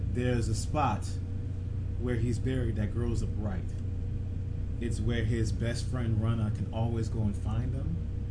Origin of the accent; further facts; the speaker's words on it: Breaux Bridge, Louisiana, United States; despite that I lived in Broad Bridge my entire life.